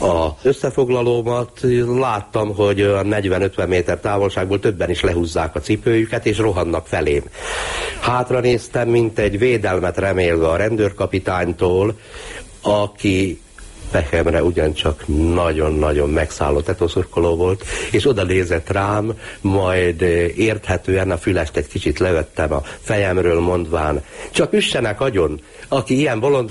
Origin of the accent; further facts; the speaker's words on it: Szombathely, Vas, Hungary; now in Győr, Hungary; Szombathelyen születtem, Vas megyei gyerek vagyok.